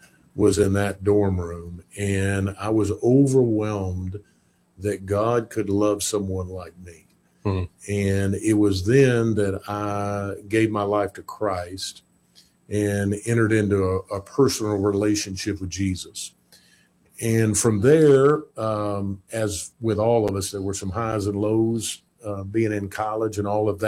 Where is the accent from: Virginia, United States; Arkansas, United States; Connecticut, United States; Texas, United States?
Arkansas, United States; Little Rock; Well, I grew up here in Little Rock. I grew up in a really good home with great parents, but grew up really far from the Lord, and was raised in the public schools here in Little Rock